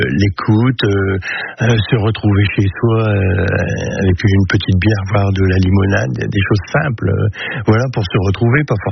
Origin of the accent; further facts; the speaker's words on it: Lille, Hauts-de-France, France; born there; Moi, je suis né à Lille. Oui, je suis né à Lille. En 1959, j'ai 66 balais, voilà.